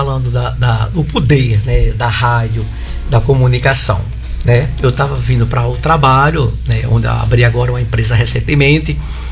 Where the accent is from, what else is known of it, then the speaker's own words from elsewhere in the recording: Mossoró, Rio Grande do Norte, Brazil; moved away as an adult; also born or lived in Rio de Janeiro; é um moçoroense. Tenho muito carinho pelas pessoas daqui da minha terra. Esse tempo todo que eu morei fora